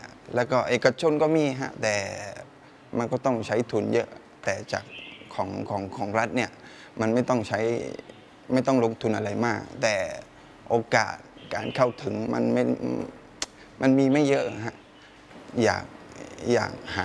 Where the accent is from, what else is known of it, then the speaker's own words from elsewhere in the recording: Yala, Thailand; บ้านอยู่ท่าสาบอำเภอเมืองเป็นคนยะลาโดยกำเนิดครับ